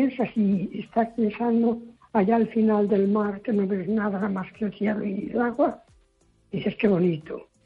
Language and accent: Spanish; Castro de Rei, Galicia, Spain; born there; moved away as an adult; now in Foz, Spain; yo nací en Caso de Rey, en Tierra Llana